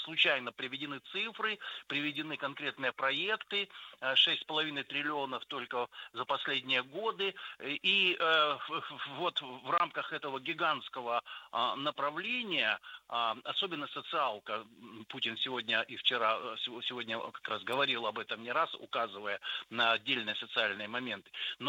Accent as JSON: {"language": "Russian", "town": "Irkutsk", "region": "Irkutsk Oblast", "country": "Russia", "tie": "born or raised there", "said": "и я сам родился, вырос в Восточной Сибири, в Иркутске, я хорошо понимаю психологию и как бы вот эту ментальность сибиряков и дальневосточников."}